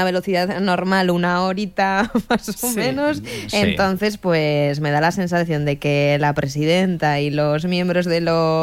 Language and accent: Spanish; Fustiñana, Navarre, Spain; yo también soy de Fustiñana, de el Tudela y de la Ribera